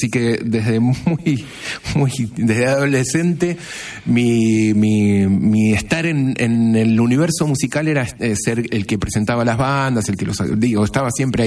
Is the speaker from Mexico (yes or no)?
no; Ushuaia, Tierra del Fuego, Argentina; moved away; no nací, pero crecí en Ushuaia